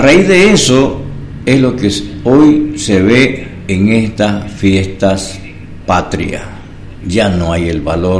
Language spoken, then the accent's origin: Spanish; Bolivia; todos somos bolivianos